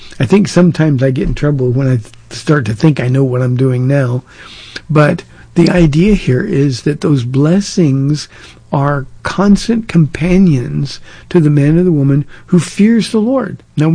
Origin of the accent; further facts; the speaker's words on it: California, United States; Now, I'm from Southern California, so you don't get that kind of rain.